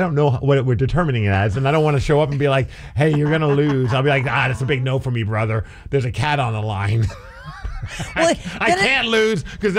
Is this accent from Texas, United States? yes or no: no; Puyallup, Washington, United States; In my hometown of Puyallup, Washington